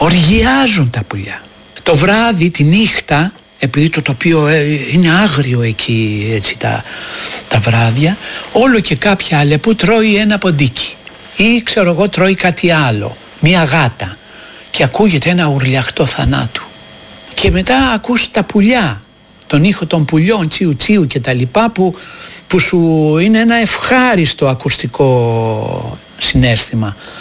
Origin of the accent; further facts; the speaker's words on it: Kallithea, Attica, Greece; born there; Εγώ γεννήθηκα εδώ, στην Καλυθέα, στην Αττική. Στην Καλυθέα, κοντά στις Τζιτζιφιές.